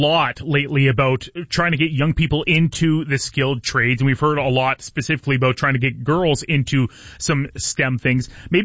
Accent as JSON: {"language": "English", "town": "Lakeshore", "region": "Ontario", "country": "Canada", "said": "I'm almost embarrassed to say I'm from Lakeshore after hearing this, Kathy."}